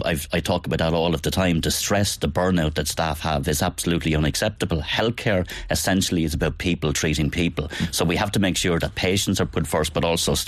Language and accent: English; Waterford, Munster, Ireland; We're both from Waterford.